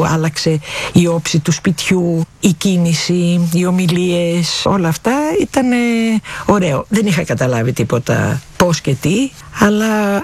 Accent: Palaio Faliro, Attica, Greece; also born or lived in Athens; Αγαπώ πολύ τη θάλασσα γιατί μεγάλωσα στο Παλαιό Φάληρο. Είμαι πολύ τυχερή που μεγάλωσα στο Παλαιό Φάληρο, γιατί ήταν τότε χωματόδρομοι.

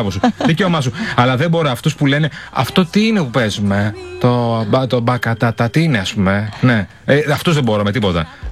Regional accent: Greece; Πάντως για ένα βράδυ πραγματικά ήμασταν ωραίοι ως Έλληνες γενικώς.

